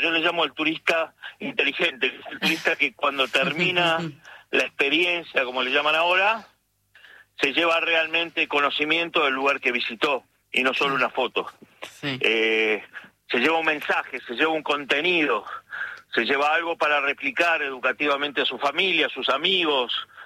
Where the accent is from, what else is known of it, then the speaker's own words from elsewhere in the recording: Bariloche, Río Negro, Argentina; moved away as an adult; also born or lived in Paraguay / Misiones; yo crecí criado en Bariloche. Uh-huh. Tengo 67 años y a los 30 y pico me fui a Paraguay, prometiéndole a los patagónicos, a mis amigos, y que iba a volver. Y entonces de Paraguay me fui a Misiones